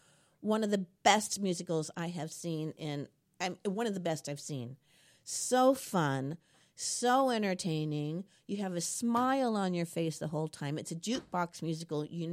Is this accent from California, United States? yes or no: yes; California, United States; now in Champaign-Urbana, United States; I'm from California.